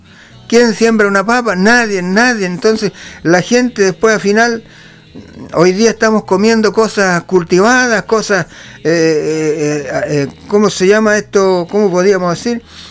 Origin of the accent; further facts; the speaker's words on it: Hornopirén, Los Lagos, Chile; born there; yo soy de Hornopirén, nacido en Hornopirén.